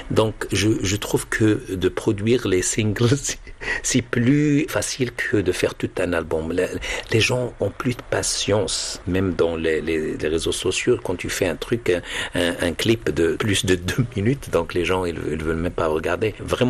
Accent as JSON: {"language": "French", "country": "Morocco", "moved": "yes", "lives_now": "United States", "said": "je suis américain intégré, mais culturellement, je suis amazigh."}